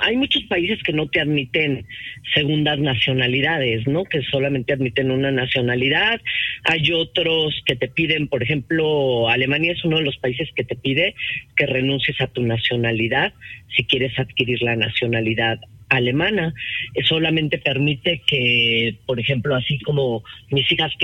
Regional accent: Querétaro, Mexico; gobernar Querétaro, de donde yo soy

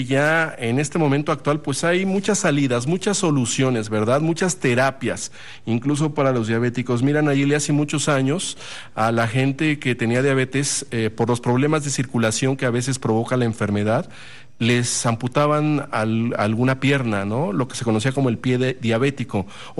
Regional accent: Mexico; los mexicanos, por cuestión genética, somos más propensos a la diabetes, ¿no? Nuestra carga de genética indígena, ¿no? Tal vez española también

